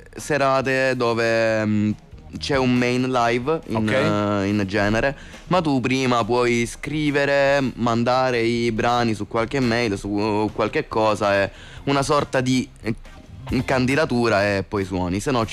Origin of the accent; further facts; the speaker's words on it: Lecce, Apulia, Italy; moved away as an adult; now in Rome, Italy; vengo da Lecce, ho fatto tutta la vita lì.